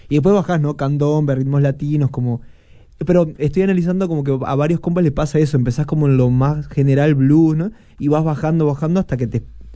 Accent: Ciudad de la Costa, Canelones, Uruguay; moved away as an adult; now in Montevideo, Uruguay; Somos de Ciudad de la Costa y la banda nacía ahí.

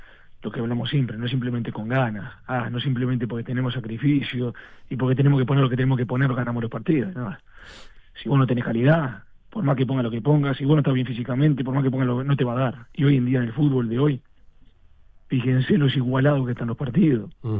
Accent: Uruguay; moved away; nosotros somos uruguayos y nos gusta la motivación

